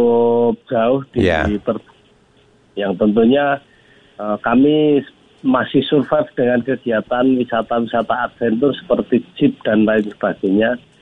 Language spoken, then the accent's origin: Indonesian; Central Java, Indonesia; khas makanan kami di kawasan lereng Menoreh.